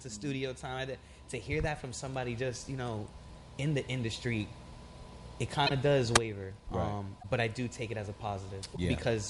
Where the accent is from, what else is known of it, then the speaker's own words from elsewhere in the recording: Florida, United States; now in New York, United States; I am from Florida.